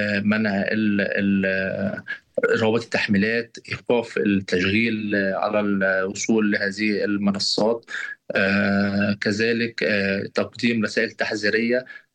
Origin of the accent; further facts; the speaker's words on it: Egypt; إحنا عندنا في مصر